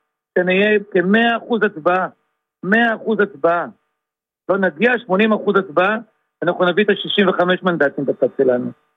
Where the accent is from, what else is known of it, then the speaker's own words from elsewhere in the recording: Givat Olga, Haifa District, Israel; גם אני גדלתי בגבעת אולגה. אני גרתי אישית את משה כחלון. הכרתי הרבה אנשים אישית. אבל אף פעם לא הגענו לרמות כאלה נמוכות. אף פעם לא הגענו. גם אני גדלתי בפריפריה, כל חברה ימנים.